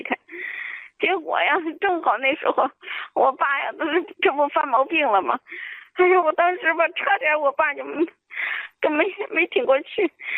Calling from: Changsha, Hunan, China; 我呀是湖南长沙的。

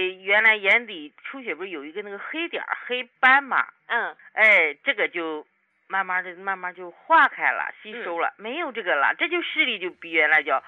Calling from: Shijiazhuang, Hebei, China; 我今年56岁。我是石家庄的朋友。

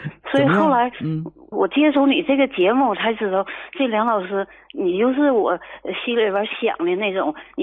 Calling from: Shenyang, Liaoning, China; 我是沈阳的。

